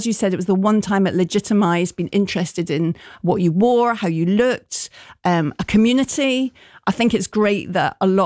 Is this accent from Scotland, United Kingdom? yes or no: yes; Glasgow, Scotland, United Kingdom; But yeah, growing up in Glasgow, it was really, it's still really serious.